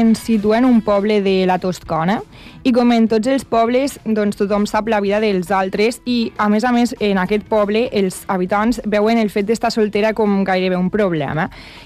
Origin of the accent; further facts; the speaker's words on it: Lleida, Catalonia, Spain; moved away as an adult; now in Bellaterra, Spain; jo sóc de Lleida.